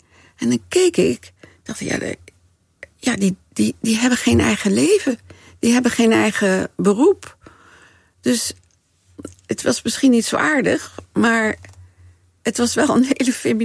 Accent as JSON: {"language": "Dutch", "town": "Haarlem", "region": "North Holland", "country": "Netherlands", "tie": "born or raised there", "said": "Maar ik ben in Haarlem geboren."}